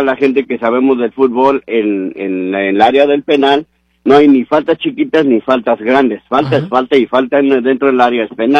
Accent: Mexico

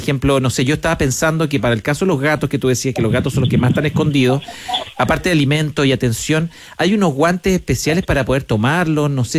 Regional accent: Chile; nosotros como chilenos

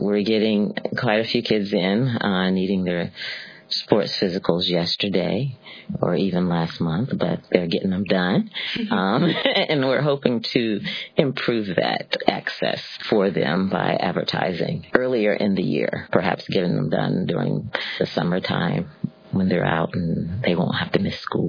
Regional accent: Virginia, United States; and by the way, I'm from Virginia

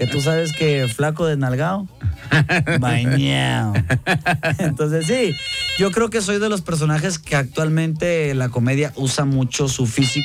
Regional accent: Monterrey, Nuevo León, Mexico; Soy de Monterrey.

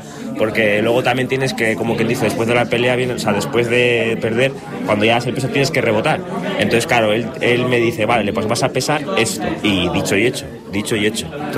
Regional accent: Bilbao, Basque Country, Spain; moved away as an adult; also born or lived in Mungia / Sondika / Castro Urdiales; now in Vitoria, Spain; Yo nací en Bilbao y me crié en San Fran, en el barrio de San Francisco. También estoy viviendo entre Munguía, Sondica, Castro Urdiales, pero yo soy de Bilbao, vaya.

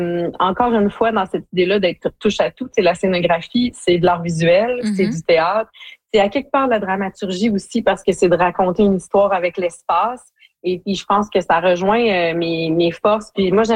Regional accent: Hearst, Ontario, Canada; je viens de Hearst, dans le nord de l'Ontario, mais j'ai de la famille qui est à Geraldton, qui est à Long-Lac

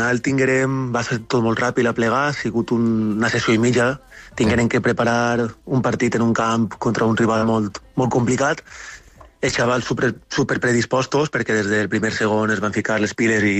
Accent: Xeraco, Valencian Community, Spain; jo soc de Jeraco, que està al costat

